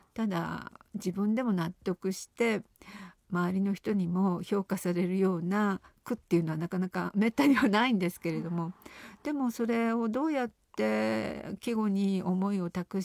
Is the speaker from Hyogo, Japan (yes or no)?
no; Sapporo, Hokkaido, Japan; now in Tokyo, Japan; あの私があの札幌出身っていうところで